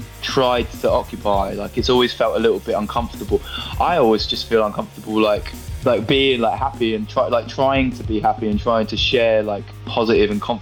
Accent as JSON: {"language": "English", "country": "United Kingdom", "accent": "British", "said": "my accent comes out without me trying to. So I can understand the sort of, like, British-ness in there."}